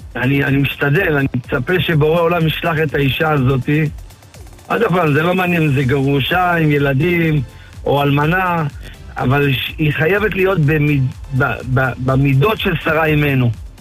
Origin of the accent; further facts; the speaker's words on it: Haifa District, Israel; אמנם אני באתי מהכרמל, באתי משפחה מאוד עשירה, אבל כסף לא סינבר אותי.